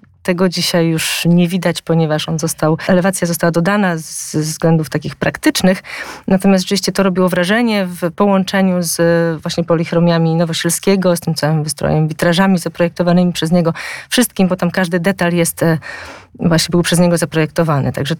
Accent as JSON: {"language": "Polish", "town": "Warsaw", "region": "Masovian Voivodeship", "country": "Poland", "tie": "born or raised there", "said": "Ja rzeczywiście urodziłam się, znaczy od urodzenia mieszkam w Wesołej i z tą parafią właśnie jestem związana od dziecka."}